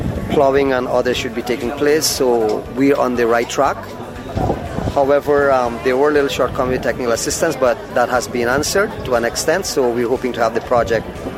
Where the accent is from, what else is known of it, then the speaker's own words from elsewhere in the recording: Paramakatoi, Potaro-Siparuni, Guyana; I'm from Paramakatoi. I'm sub-region 1, Region 8.